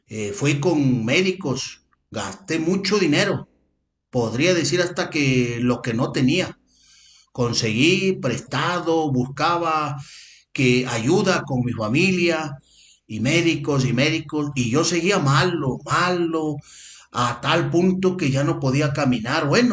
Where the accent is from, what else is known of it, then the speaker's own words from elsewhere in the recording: San Nicolás de las Garzas, Nuevo León, Mexico; de San Nicolás de las Garzas de Nuevo León y mi testimonio es para saludar a compa Juanito.